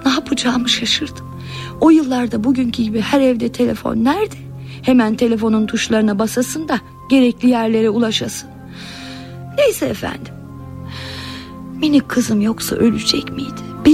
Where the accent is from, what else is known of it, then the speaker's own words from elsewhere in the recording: Eskişehir, Turkey; Eskişehirliyiz.